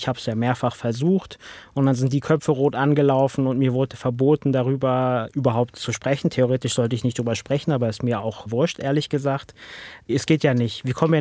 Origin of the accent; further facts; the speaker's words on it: Berlin, Germany; Und das sage ich als Berliner in Hamburg.